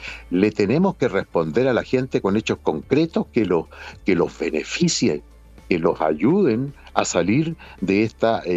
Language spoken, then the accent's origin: Spanish; Magallanes and Chilean Antarctica, Chile; como nos decimos en Magallanes. Yo soy magallánico.